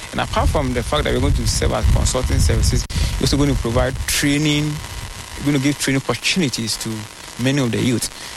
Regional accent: Ghana; as a Ghanaian, I have realized that we don't take risks so seriously.

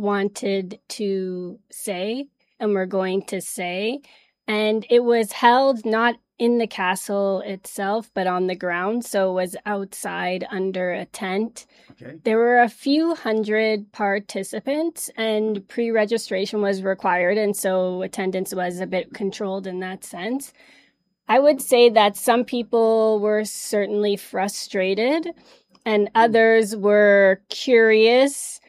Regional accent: Canada; now in Ghana; So I'm from Canada, so mine has C-A-N and then the number.

